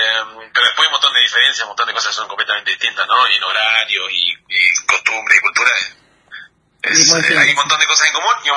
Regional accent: Trevelin, Chubut, Argentina; para mí es raro cuando uno dice soy de Trevelin, se quedan pensando de Trevelin, ¿de dónde? Trevelin, Patagonia

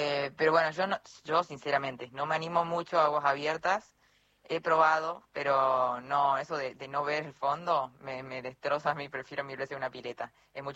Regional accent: Salta, Argentina; now in Buenos Aires, Argentina; De Salta, Salta Capital.

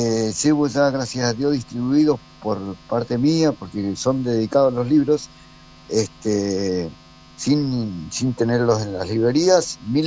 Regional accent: Argentina; Que reaccione mi Argentina.

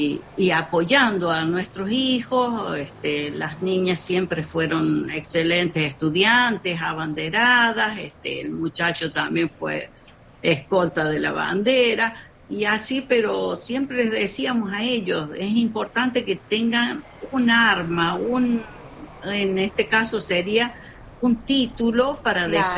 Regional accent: Ambil, La Rioja, Argentina; yo nací en Ambil, Departamento General Ocampo.

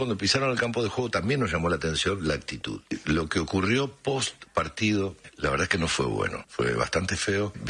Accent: Argentina; incluso exagerado, si se quiere, como somos los argentinos.

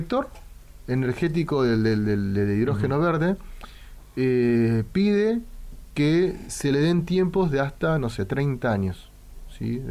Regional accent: Santa Cruz, Argentina; primero y principal, soy de Santa Cruz.

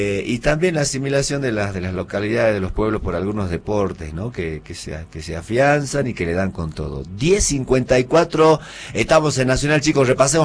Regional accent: Northwest Argentina, Argentina; Que somos obvios los norteños, ¿eh? Que somos obvios los norteños.

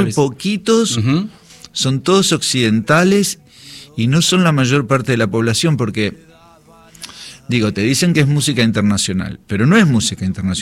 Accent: Buenos Aires Province, Argentina; yo soy de Granburg, que es un lugar del conurbano, donde había muchas colectividades, pero una muy fuerte era la santiagueña y correntinos.

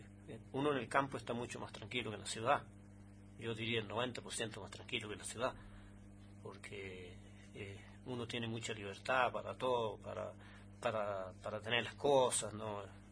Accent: Malargüe, Mendoza, Argentina; soy bien argentino. Criancero de profesión de los campos malargüinos.

